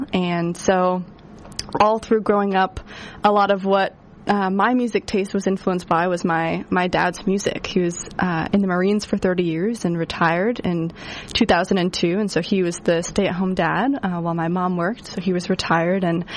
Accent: Tucson, Arizona, United States; born there; also born or lived in Orange County, California / San Diego, California; So I grew up, I was born in Orange County and grew up from when I was born until about fourth grade in San Diego, actually. And my family, my mom and dad, it was just the three of us. We moved to Tucson, Arizona when I was in fifth grade.

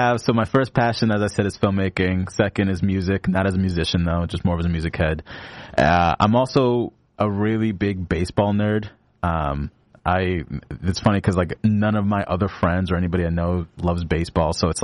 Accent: Lynn, Massachusetts, United States; And so I'm from Lynn, which is not too far from East Boston. Very similar backgrounds, demographics in the community.

